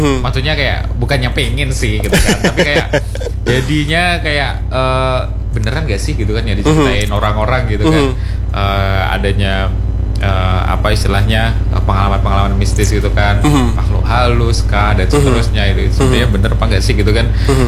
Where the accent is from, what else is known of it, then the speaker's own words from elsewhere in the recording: Nganjuk, East Java, Indonesia; now in South Kalimantan, Indonesia; Saya aslinya Jawa Timur.